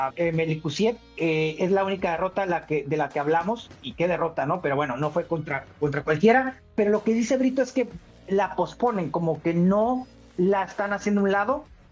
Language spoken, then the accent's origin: Spanish; Tijuana, Baja California, Mexico; nos hemos, porque pues soy tijuanense, no hablo como un fan, ¿no?